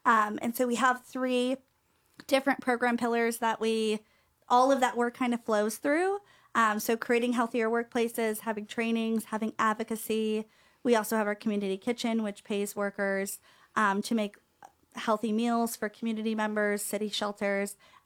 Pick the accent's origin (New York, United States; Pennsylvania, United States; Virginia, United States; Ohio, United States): Ohio, United States; now in Austin, United States; I'm from Ohio.